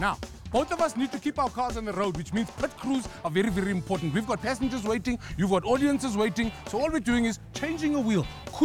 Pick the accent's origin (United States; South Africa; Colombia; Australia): South Africa